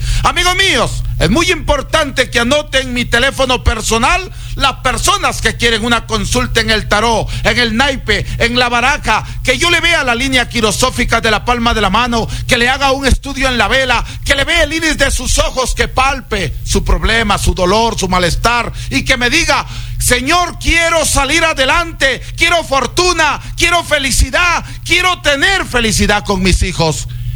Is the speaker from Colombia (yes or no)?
no; Huancabamba, Piura, Peru; now in Salcedo, Ecuador; en mi tierra natal, las guaringas de Huancabamba, Perú. Yo soy peruano. Amigos de Píllaro, yo soy del Perú